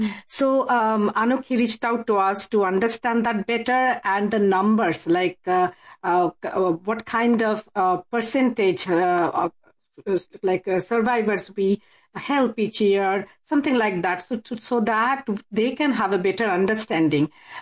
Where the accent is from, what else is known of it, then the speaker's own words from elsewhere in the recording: India; moved away as an adult; I came from India about 30 years ago, and I've been associated with Maitri for over 15 years now.